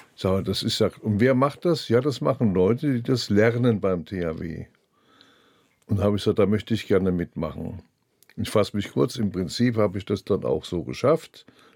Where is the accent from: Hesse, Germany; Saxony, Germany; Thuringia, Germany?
Hesse, Germany; Darmstadt; born there; das Technische Hilfswerk in Darmstadt, meiner Geburtsstadt.